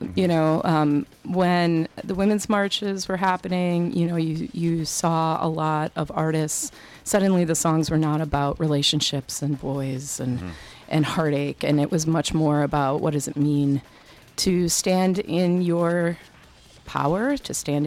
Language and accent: English; Wisconsin, United States; born there; also born or lived in Madison, Wisconsin / Milwaukee, Wisconsin; My whole life has been back and forth between Madison and Milwaukee. My parents met here. Mm-hmm. I was born in Madison